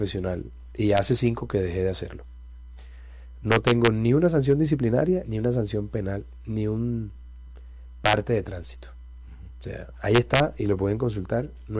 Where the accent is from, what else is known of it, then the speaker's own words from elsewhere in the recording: Caribbean Region, Colombia; Porque me hice en Colombia. Mis amores, mis afectos, mi historia está aquí. Y soy más colombiano que cualquier otra cosa.